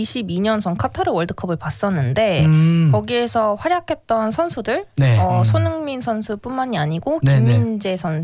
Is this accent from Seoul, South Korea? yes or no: yes; Seoul, South Korea; now in Australia; 저는 서울 사람이어가지고